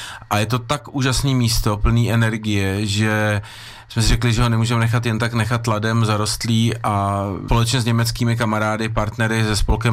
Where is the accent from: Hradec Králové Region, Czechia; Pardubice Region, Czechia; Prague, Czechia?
Prague, Czechia; born there; moved away as an adult; now in Ore Mountains, Czech Republic; Všechno jsem si tam pamatoval líp a než jako z dětství v Praze. No a prostě postupem času vlastně veškeré moje aktivity směřovaly sem a teď už jezdím do Prahy tak jako na víkend na chalupu.